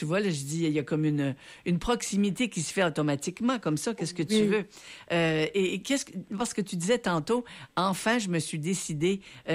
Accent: Tracadie, New Brunswick, Canada; Moi aussi, je suis Tracadie.

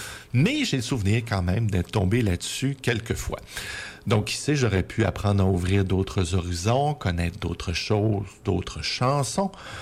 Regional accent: Matapédia Valley, Quebec, Canada; moved away; Je viens de la vallée de la Matapédia, c'est entre le Bas-Saint-Laurent et la Gaspésie

